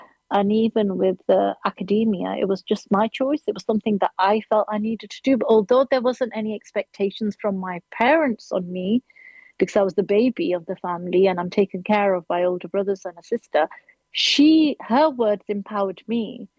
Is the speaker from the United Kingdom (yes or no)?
yes; Sheffield, Yorkshire and the Humber, United Kingdom; now in Luton, United Kingdom; I am now living in Luton and I am from Sheffield